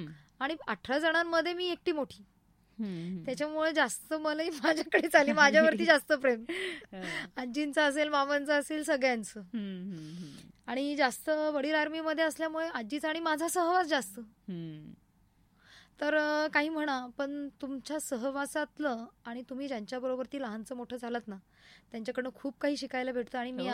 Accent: Bhingar, Maharashtra, India; also born or lived in Ahmednagar; माझं बालपण भिंगारमध्ये गेलं, वडील आर्मीमध्ये होते

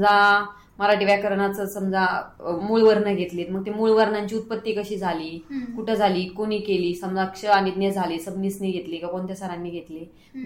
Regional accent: Maharashtra, India; बुरडगाव माझं गाव आहे, मला रोजचं 4 ते 5 किलोमीटर यावं लागायचं.

